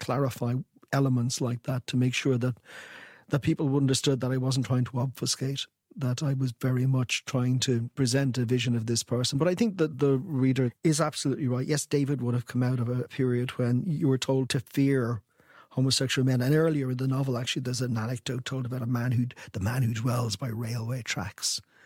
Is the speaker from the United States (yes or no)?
no; Ireland; When I was growing up, Ireland was a miserable place. Grew up in the 70s and 80s, and Ireland were dreadful.